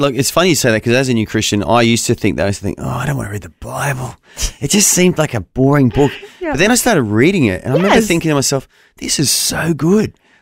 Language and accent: English; Australia; I wish I was separate from Jesus for the sake of my people, my Australian people.